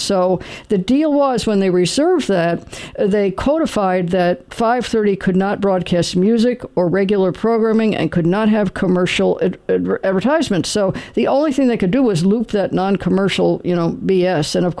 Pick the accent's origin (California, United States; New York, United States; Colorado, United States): California, United States; Los Angeles; moved away; I'm originally from Los Angeles